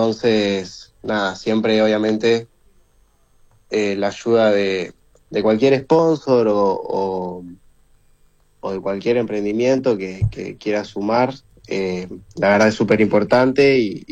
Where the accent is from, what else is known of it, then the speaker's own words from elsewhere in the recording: Argentina; Es un orgullo el poder representar a Argentina, a mi país